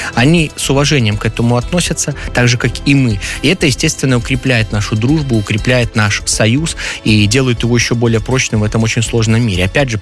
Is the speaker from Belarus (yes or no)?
yes; Belarus; одна из основных таких причин, почему мы сегодня белорусы, имеем свою собственную страну, живем по своим собственным законам и движемся по своему собственному белорусскому пути развития